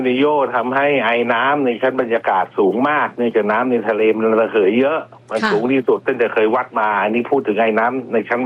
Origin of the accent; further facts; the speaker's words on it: Bangkok, Thailand; born there; ผมเป็นคนกรุงเทพแต่กำเนิด